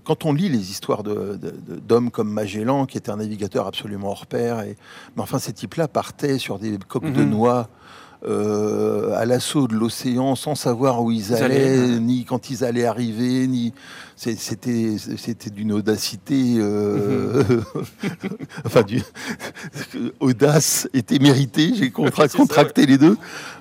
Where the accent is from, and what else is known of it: Martinique, France; born or raised there; also born or lived in Rouen